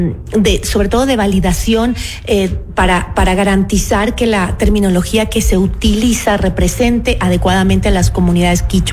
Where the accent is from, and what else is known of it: Ecuador